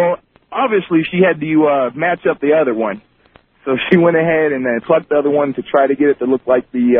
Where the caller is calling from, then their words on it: Victorville, California, United States; I'm calling from Victorville, California.